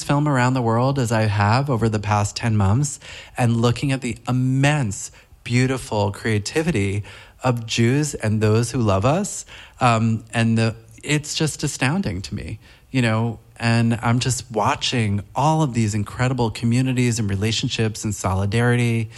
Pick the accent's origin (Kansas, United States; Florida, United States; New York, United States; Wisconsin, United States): New York, United States; Brooklyn; I say that I'm from deep coastal Brooklyn, and my family made chocolate syrup.